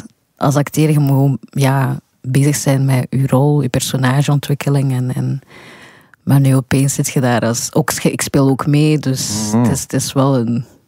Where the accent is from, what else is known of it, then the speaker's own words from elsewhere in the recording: Belgium; also born or lived in Rwanda; Oh ja, zoals je al zei, ik ben dus geboren in Rwanda en in België opgegroeid.